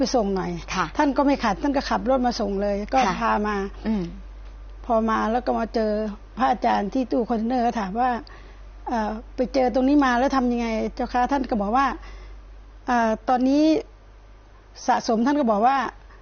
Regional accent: Nong Han, Udon Thani, Thailand; บ้านเกิดอยู่จังหวัดอุดรธานี

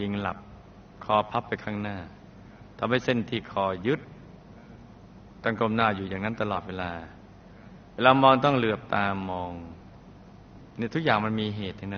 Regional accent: Bangkok, Thailand; born there; ผมเกิดที่กรุงเทพโยมแม่รายฟังว่าตอนคลอดคลอดที่หน้ากรมการทหารมาสนามเป้า

